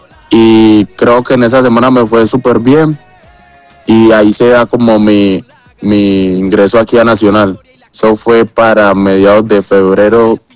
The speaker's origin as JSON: {"language": "Spanish", "region": "Antioquia", "country": "Colombia", "moved": "yes", "lives_now": "Medellín, Colombia", "said": "dar ese salto de Urabá acá a Medellín a jugar"}